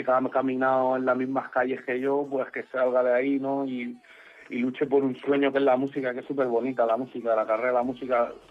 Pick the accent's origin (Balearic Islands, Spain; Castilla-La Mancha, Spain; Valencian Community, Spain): Balearic Islands, Spain; Mallorca; moved away as an adult; now in Madrid, Spain; Aunque yo ya nací en Madrid, porque yo nací en Madrid, pero yo no he tenido vida en Madrid. Yo nací y rápido me vinieron a buscar y nos fuimos para Mallorca. Toda mi vida, toda mi familia de Mallorca, mi gente de Mallorca, mi padre es argelino, pero lleva no sé cuántos años en Mallorca